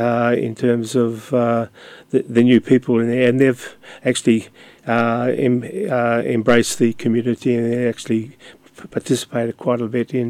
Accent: Tailem Bend, South Australia, Australia; first language Ukrainian; English is a second language; English wasn't my first language. It was Ukrainian. As I grew up, we grew up in a small country town, Tail and Bend.

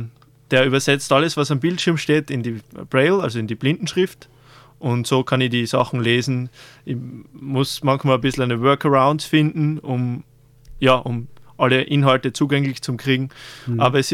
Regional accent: St. Stefan ob Stainz, Styria, Austria; moved away as an adult; now in Sydney, Australia; Ja, ich komme aus dem Schilkerland, aus St. Stephan ob Steins, vom Rheinischkogel. Wir haben einen Weinbetrieb daheim, Buschenschank … dort bin ich aufgewachsen. Jetzt studiere ich in Graz Mathematik

